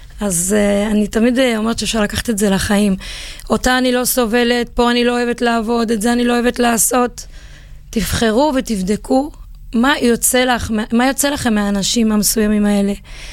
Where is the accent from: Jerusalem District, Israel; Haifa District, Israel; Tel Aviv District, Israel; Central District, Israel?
Central District, Israel; Netanya; בילדות שלי אני גדלה בנתניה, בקריית צאנז, גרה על חוף ים